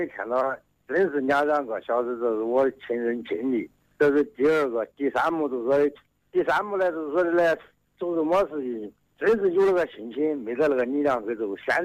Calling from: Xiangyang, Hubei, China; 我是湖北襄阳这个浮漂中心村。一组。

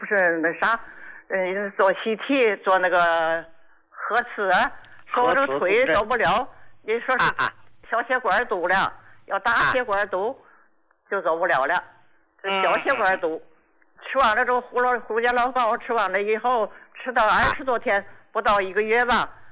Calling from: Qinhuangdao, Hebei, China; 我是秦皇岛的。

